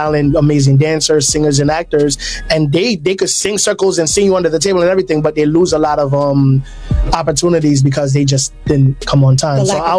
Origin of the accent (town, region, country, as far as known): New York City, New York, United States; born or raised there; also born or lived in Jamaica